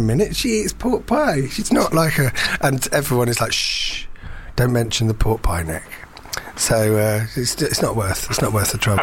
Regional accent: Finsbury Park, London, United Kingdom; also born or lived in St Albans; I didn't grow up in St Albans. I grew up in Finsbury Park, and then we moved to St Albans much later.

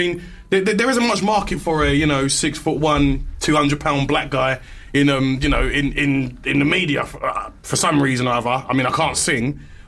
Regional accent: Nigeria; I mean, I'm a Nigerian.

